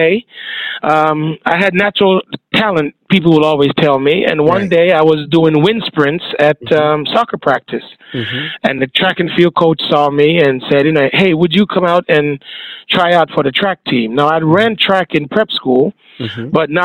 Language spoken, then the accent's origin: English; Jamaica; moved away; growing up in Jamaica